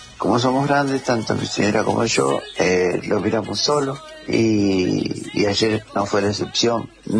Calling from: Capilla del Señor, Buenos Aires Province, Argentina; de Capilla del Señor.

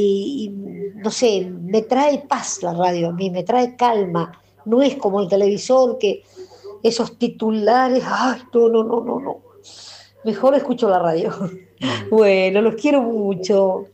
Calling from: Aldea San Antonio, Entre Ríos, Argentina; de Aldea San Antonio

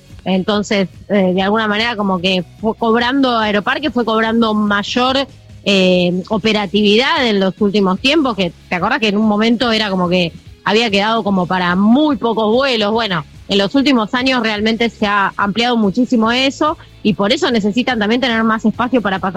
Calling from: Argentina; acá en Argentina no decimos así.

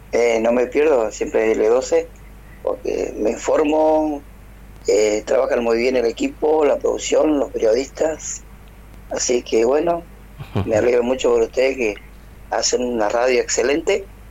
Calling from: Misiones, Argentina; yo también soy del norte de Misiones.

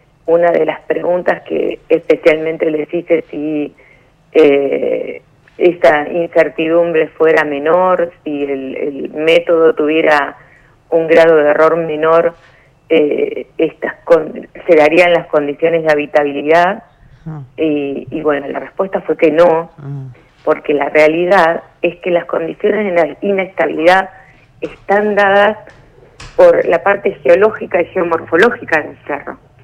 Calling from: Argentina; yo vivo en Los Tilos desde el año 2005, si no me equivoco. Fui la segunda en ir a habitarlo, cuando todavía el barrio no estaba listo

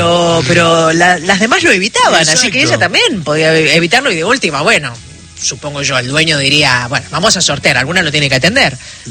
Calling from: Ángel Gallardo, Santa Fe, Argentina; de Ángel Gallardo, provincia de Santa Fe.

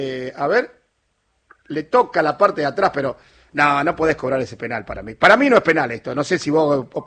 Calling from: Los Polvorines, Buenos Aires Province, Argentina; de los Polvorines.

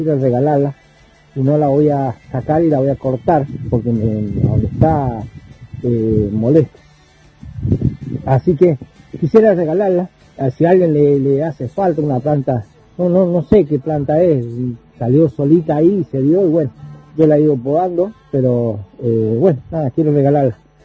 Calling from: Cuadro Benegas, Mendoza, Argentina; acá de Cuadro Venegas, vivo pegado a la farmacia

